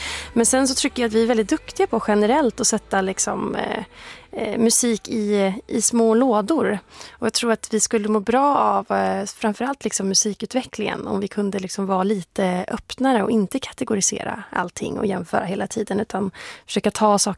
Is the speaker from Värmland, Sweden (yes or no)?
yes; Värmland, Sweden; min liksom musikaliska bakgrund och från musikkulturen hemma i Värmland